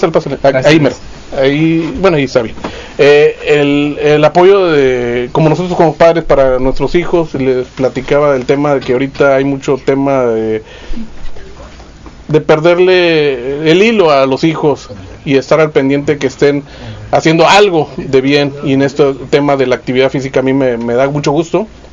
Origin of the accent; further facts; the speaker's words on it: northern Mexico, Mexico; Es que así no somos los norteños